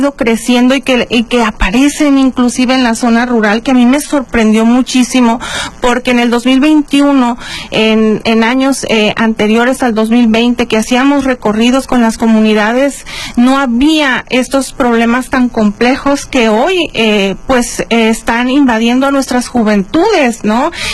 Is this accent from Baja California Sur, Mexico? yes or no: yes; La Paz, Baja California Sur, Mexico; somos ciudadanos, primero que nada, somos nativos todos. Todos somos originarios de La Paz, nuestras familias están aquí, en lo particular la mía, desde 1800, la gente de que venimos de San Antonio, pues somos gente que tiene mucho arraigo aquí también